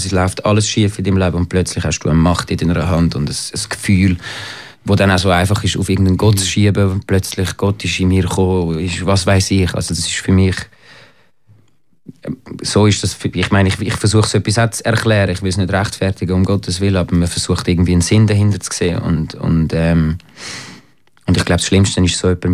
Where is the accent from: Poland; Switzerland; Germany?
Switzerland; born there; Ich bin 1990 in der Schweiz geboren.